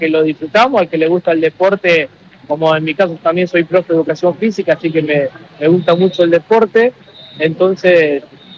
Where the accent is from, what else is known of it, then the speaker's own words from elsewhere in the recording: Venado Tuerto, Santa Fe, Argentina; Por ejemplo, yo que soy de Venado Tuerto, soy de Santa Fe, alquilamos entre varios voluntarios un departamento, y estamos parando ahí.